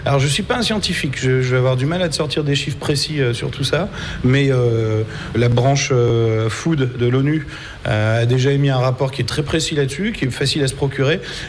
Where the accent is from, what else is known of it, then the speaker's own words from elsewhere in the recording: France; c'est un excellent chef, il est cambodgien, et nous on est français.